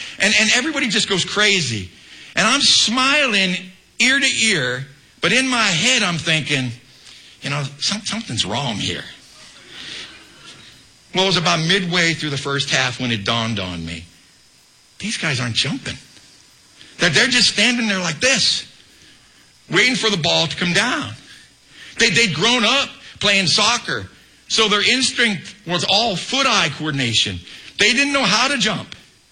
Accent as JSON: {"language": "English", "country": "United States", "moved": "as an adult", "said": "I'm an American"}